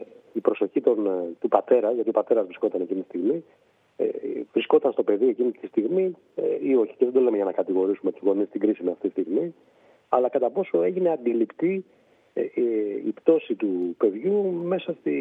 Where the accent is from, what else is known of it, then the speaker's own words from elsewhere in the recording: Greece; ως κράτος, ως Έλληνες